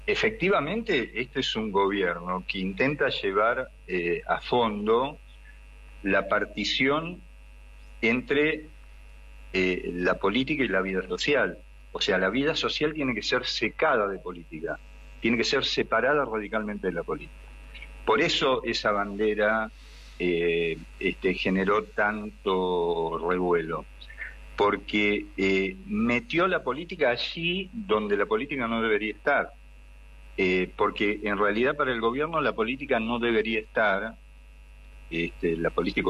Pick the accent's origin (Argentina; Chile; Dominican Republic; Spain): Argentina